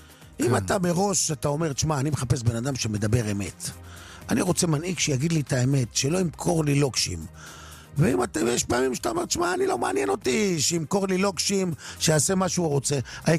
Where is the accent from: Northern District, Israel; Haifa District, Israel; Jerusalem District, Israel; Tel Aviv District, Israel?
Northern District, Israel; Kiryat Shmona; כשהייתי ילד, בקריית שמונה